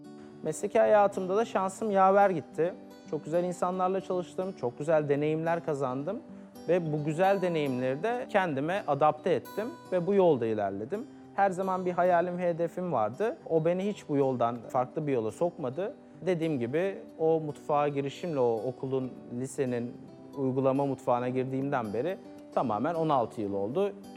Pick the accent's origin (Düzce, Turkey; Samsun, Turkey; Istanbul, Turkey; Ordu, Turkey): Istanbul, Turkey; Silivri; 3 Şubat 94 doğumluyum. İstanbul Silivri'de büyüdüm. Bulgaristan göçmeni bir annenin, Karadenizli bir babanın oğluyum.